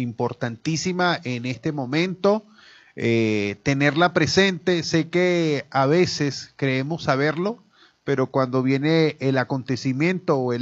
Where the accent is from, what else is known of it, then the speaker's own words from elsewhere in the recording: Venezuela; somos venezolanos